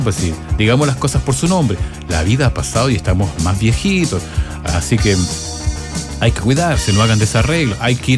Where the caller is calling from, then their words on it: Viña del Mar, Valparaíso, Chile; de Viña del Mar.